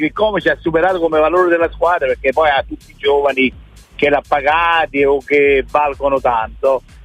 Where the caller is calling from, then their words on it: Modena, Emilia-Romagna, Italy; da Modena.